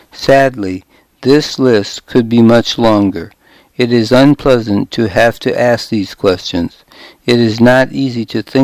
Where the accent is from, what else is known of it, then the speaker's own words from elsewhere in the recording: Arizona, United States; it was one of my home state senators, the Democrat Dennis DeConcini, who gave me a shot.